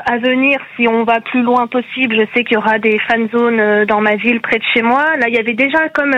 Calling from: Maxéville, Grand Est, France; Moi, je suis à Maxéville, mais disons Nancy, en fait.

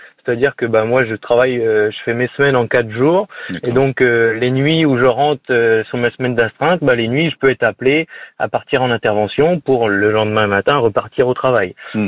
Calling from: Brittany, France; Je vous appelle des Côtes d'Armor à Hainaut.

